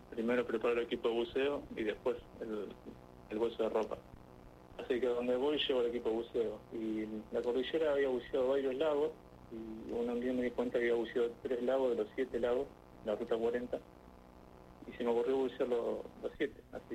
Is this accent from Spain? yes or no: no; Rosario, Santa Fe, Argentina; moved away as an adult; now in Puerto Madryn, Argentina; yo soy de Rosario, Santa Fe